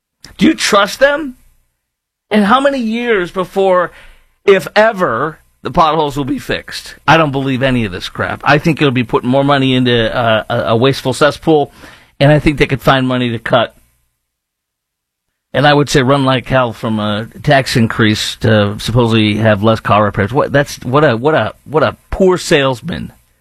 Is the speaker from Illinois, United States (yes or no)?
yes; Illinois, United States; And I know that from seeing my home state of Illinois.